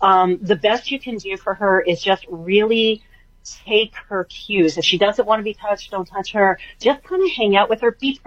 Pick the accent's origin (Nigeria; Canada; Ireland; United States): Canada; I'm Canadian, I'll still say that.